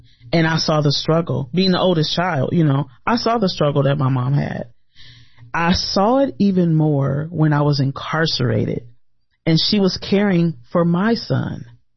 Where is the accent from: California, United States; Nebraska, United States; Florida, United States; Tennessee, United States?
Nebraska, United States; Omaha; I grew up right here in Omaha, right in North Omaha. Born and raised, I'm 49 years old, and so I've been here for 49 years.